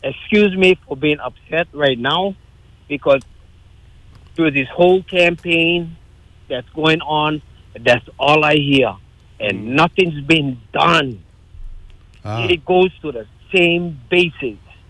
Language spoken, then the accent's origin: English; Haena, Hawaii, United States; We had tourists way back when I was growing up in Haena. Gray Line, Hawaii was bringing tourists into our place.